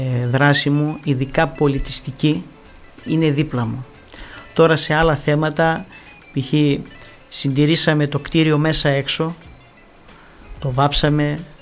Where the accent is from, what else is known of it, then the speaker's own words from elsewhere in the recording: Lagos, Eastern Macedonia and Thrace, Greece; ο πανέμορφο χωριό είναι το χωριό μου